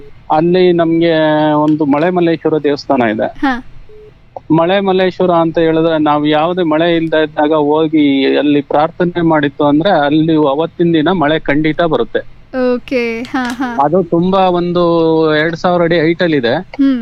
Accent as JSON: {"language": "Kannada", "town": "Kondajji", "region": "Karnataka", "country": "India", "tie": "born or raised there", "said": "ನಮ್ಮೂರು ಕೊಂಡಜ್ಜಿ ಅಂತ ಮೇಡಮ್, ಕೊಂಡಜ್ಜಿ, ಕೊಂಡ ಅಜ್ಜಿ"}